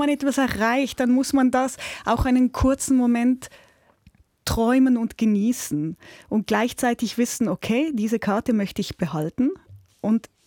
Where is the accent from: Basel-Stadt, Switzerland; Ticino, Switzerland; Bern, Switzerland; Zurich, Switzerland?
Zurich, Switzerland; Küsnacht; Also in meiner Gemeinde, ich komme aus Küsnacht am Zürichsee.